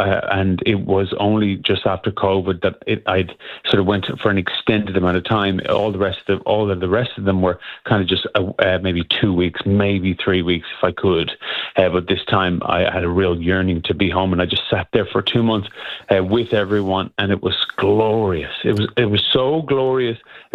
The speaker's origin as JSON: {"language": "English", "town": "Longford", "region": "County Longford", "country": "Ireland", "tie": "born or raised there", "moved": "yes", "lives_now": "Melbourne, Australia", "said": "I'm from Longford in Ireland. So it's the very, very centre, the most central county of Ireland."}